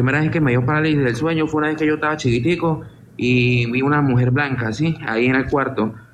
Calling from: Cúcuta, Norte de Santander, Colombia; Le hablo desde Cúcuta.

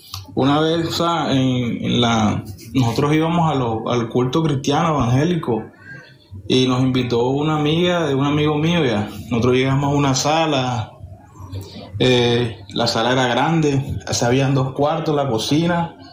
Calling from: Barranquilla, Atlántico, Colombia; Barranquilla, hermano, Barranquilla, un placer.

